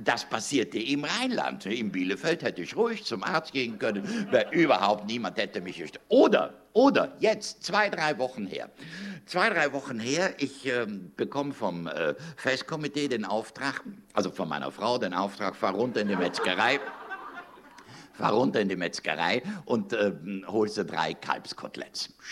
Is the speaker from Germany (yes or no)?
no; Trentino-Alto Adige, Italy; ja, nee, ich komme aber nicht aus Bayern, ich komme aus Südtirol.